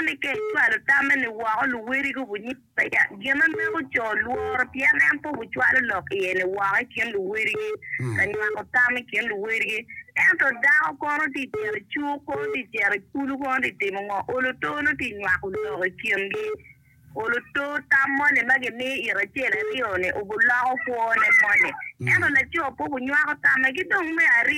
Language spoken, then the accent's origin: English; Ukraine; I'm from Ukraine, not in Long Bay.